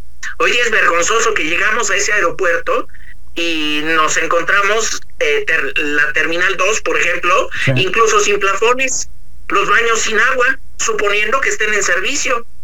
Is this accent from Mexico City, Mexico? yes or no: yes; Mexico City, Mexico; Como mexicano y más aún como capitalino, me siento orgulloso